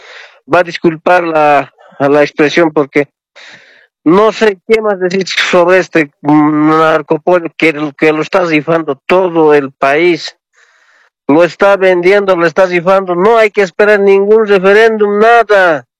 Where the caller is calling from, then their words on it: Cochabamba, Bolivia; Hablo de Cochabamba